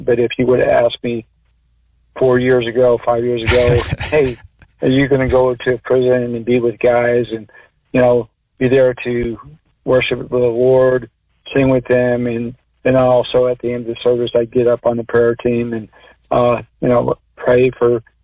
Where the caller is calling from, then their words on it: Oklahoma City, Oklahoma, United States; Our church is North Church here in Oklahoma City